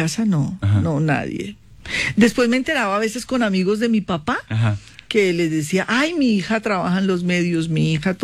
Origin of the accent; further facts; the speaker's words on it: Bogotá, Bogotá Capital District, Colombia; born there; yo nací en Bogotá, me crié con Paisa Gaspar y Gloria Zapata, que es como una madre mía también, una actriz. Y mi mamá es llanera, mi papá boyacense, mis abuelos santanderianos.